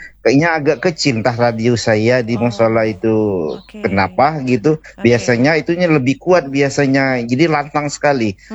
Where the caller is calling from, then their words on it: Kijang, Riau Islands, Indonesia; saya orang Kijang